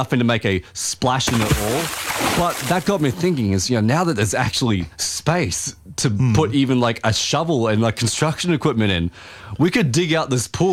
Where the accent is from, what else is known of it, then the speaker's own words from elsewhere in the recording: Central Coast, New South Wales, Australia; moved away; I went back to my hometown of the Central Coast